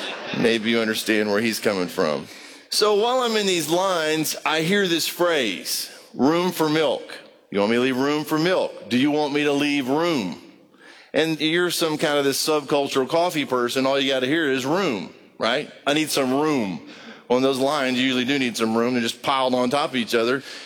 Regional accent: Brazil; moved away; I grew up in Brazil

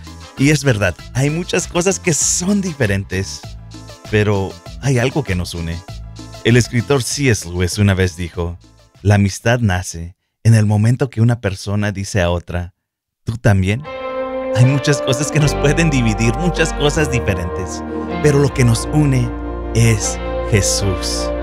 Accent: Mexico; Y Miguel y yo, siendo mexicanos

